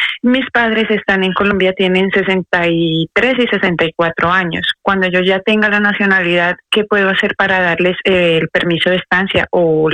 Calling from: Getafe, Community of Madrid, Spain; de Getafe.

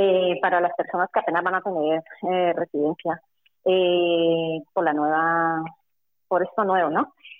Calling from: Community of Madrid, Spain; le estoy llamando de la Latina

